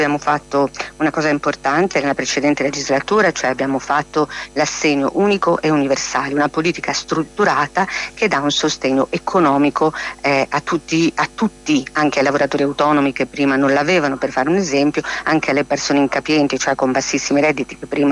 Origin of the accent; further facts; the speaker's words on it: Emilia-Romagna, Italy; sono dell'Emilia Romagna